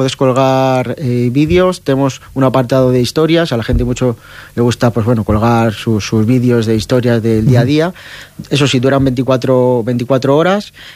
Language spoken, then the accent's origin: Spanish; Salamanca, Castile and León, Spain; moved away as an adult; now in Ávila, Spain; yo soy de Salamanca y llevo aquí 4 o 5 años viviendo en Ávila